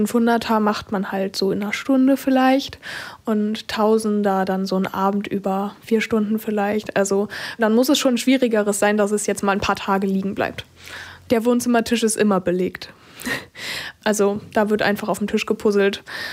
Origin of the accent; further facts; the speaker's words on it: Krefeld, North Rhine-Westphalia, Germany; ich komme aus Krefeld.